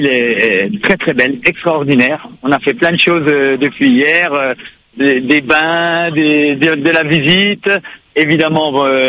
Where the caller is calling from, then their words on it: Réunion; on est 14 réunionnais à être au stade cet après-midi.